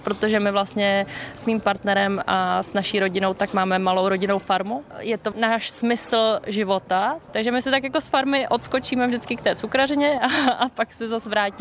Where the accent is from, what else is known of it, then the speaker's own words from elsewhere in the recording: Třemošnice, Pardubice Region, Czechia; now in Jihlava, Czechia; Já jsem původem z Třemošnice, což je kousek od Seďské přehrady.